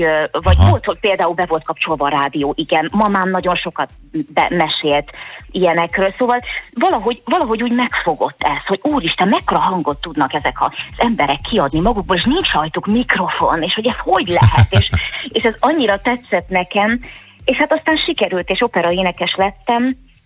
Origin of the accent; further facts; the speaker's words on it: Szentes, Csongrád-Csanád, Hungary; én szentesi születésű vagyok